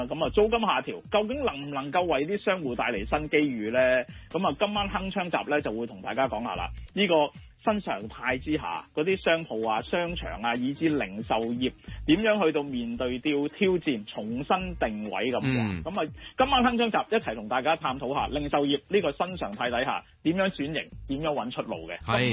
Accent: Hong Kong; 我哋港人北上消费

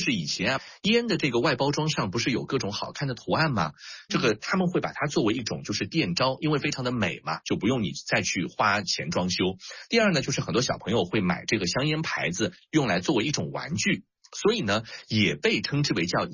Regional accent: Shanghai, China; 我们上海人

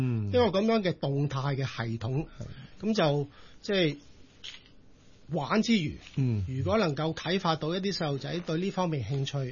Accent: China; 其實我哋中國人呢個生肖都係生肖記年法

